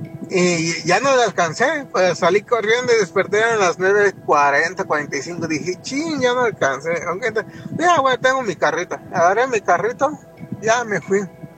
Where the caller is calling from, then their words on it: Las Vegas, Nevada, United States; also born or lived in Tijuana; Estoy en mi trabajo y estoy escuchando … de Las Vegas.